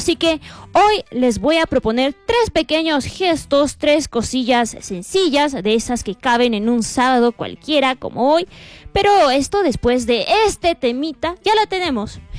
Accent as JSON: {"language": "Spanish", "region": "Arequipa", "country": "Peru", "said": "para todos nosotros como arequipeños"}